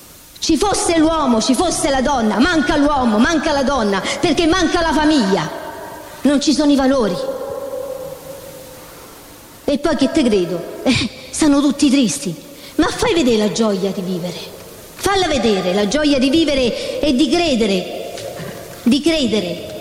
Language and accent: Italian; Rome, Lazio, Italy; E sono romana, quindi chiedo scusa se qualche volta per superare la timidezza mi esce fuori qualche parola romana.